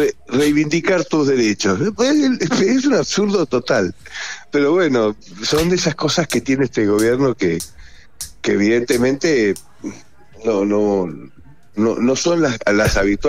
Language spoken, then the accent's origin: Spanish; Argentina; somos argentinos.